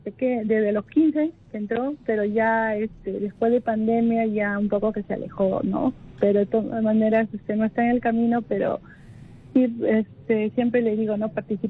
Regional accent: Trujillo, La Libertad, Peru; soy de Trujillo.

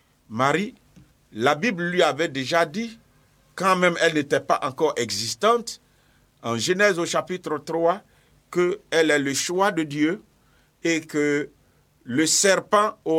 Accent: Bondoukou, Zanzan, Côte d’Ivoire; Je suis natif de Bondoukou

